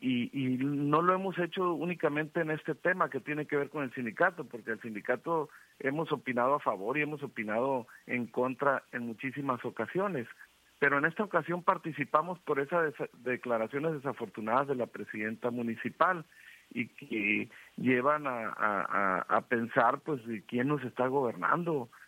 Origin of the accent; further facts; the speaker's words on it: Guasave, Sinaloa, Mexico; yo soy de Guasave, yo me interesa mucho lo que sucede en mi municipio